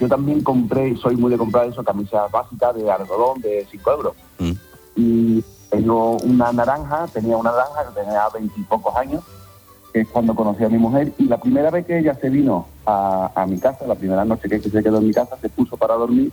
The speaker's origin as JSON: {"language": "Spanish", "town": "Matalascañas", "region": "Andalusia", "country": "Spain", "said": "Yo soy de Lapino. De Matalascaña."}